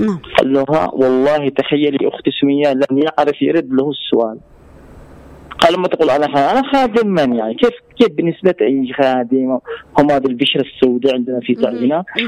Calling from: Yemen; إحنا شعب يمني واحد

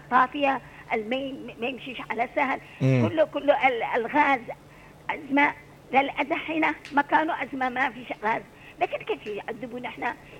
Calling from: Aden, Yemen

